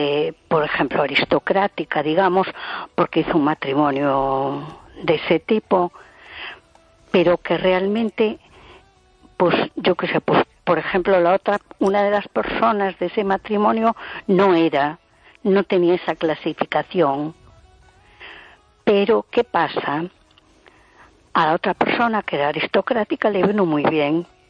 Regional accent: A Coruña, Galicia, Spain

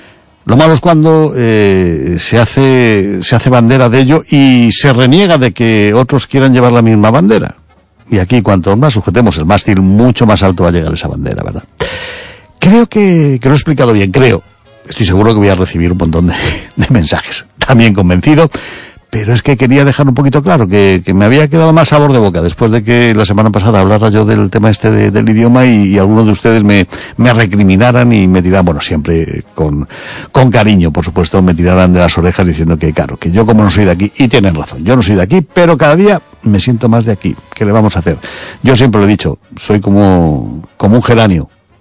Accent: Spain; born there; now in Galicia, Spain; tú como eres castellano no entiendes. Evidentemente, yo nunca voy a decir que soy gallego, aunque me considero ya gallego, llevo aquí más de 30 años y eso, bueno, pues un poquito de gallego se me ha pegado

